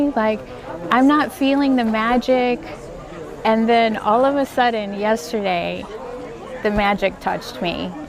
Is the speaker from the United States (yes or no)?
yes; Chicago, Illinois, United States; from Chicago, Illinois.